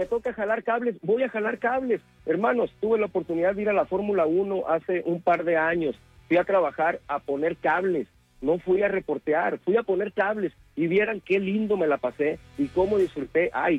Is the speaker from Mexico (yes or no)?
yes; Mexico; a lo que somos, a los mexicanos